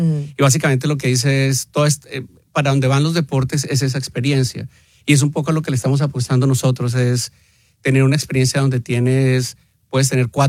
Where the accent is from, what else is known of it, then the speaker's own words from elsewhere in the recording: Colombia; Por ejemplo, yo soy colombiano, entonces puedo decir el equipo de Colombia.